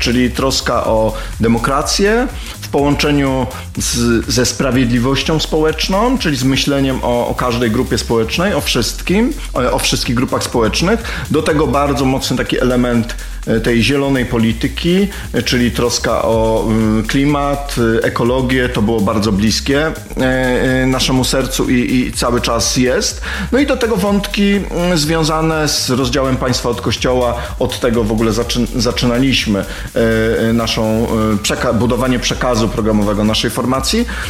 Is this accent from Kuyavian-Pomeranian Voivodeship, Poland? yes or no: yes; Inowrocław, Kuyavian-Pomeranian Voivodeship, Poland